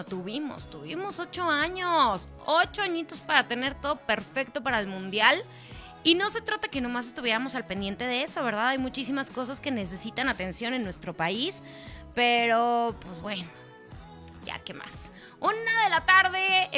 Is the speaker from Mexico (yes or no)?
yes; Mexico; sí somos bien de México, somos bien patriotas, somos bien bien nacionalistas